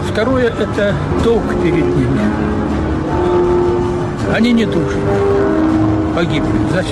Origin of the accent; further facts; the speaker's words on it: Saint Petersburg, Russia; moved away as an adult; also born or lived in Chukotka; Я ленинградец, работавший столько лет врач на Чукотке.